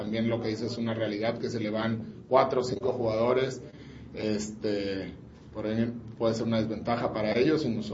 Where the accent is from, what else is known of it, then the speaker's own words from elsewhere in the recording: Guadalajara, Jalisco, Mexico; Yo soy de Guadalajara, me gustó quedar campeón allá